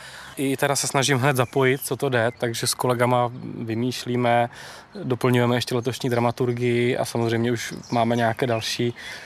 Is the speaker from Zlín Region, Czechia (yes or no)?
yes; Uherský Brod, Zlín Region, Czechia; also born or lived in Prague; now in Vrchlabí, Czech Republic; Pocházím z Moravy, z Uherského Brodu. Přes Prahu jsem se dostal až do Krkonoš, kde vlastně teď žiju se svojí ženou ve Vrchlabí a s dcerkou. Směs náhod mě odvála až sem do Bělohradu, kde teda teďka působím a snad budu působit